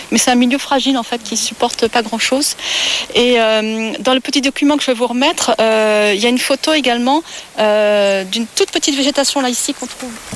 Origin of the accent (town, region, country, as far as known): Pornichet, Pays de la Loire, France